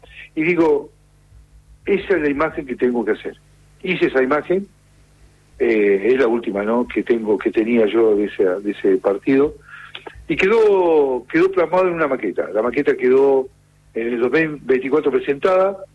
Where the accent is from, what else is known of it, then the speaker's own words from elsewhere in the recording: Argentina; Pero como buen futbolero esperamos que sea campeón mundial, ¿no? Como argentino.